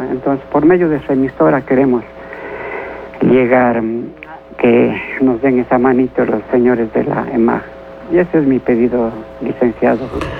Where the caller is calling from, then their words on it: Cuenca, Azuay, Ecuador; Soy un frentista del Parque Pamplona 2, que está ubicado en la Cristóbal Colón y Emanuel Honorato Vázquez.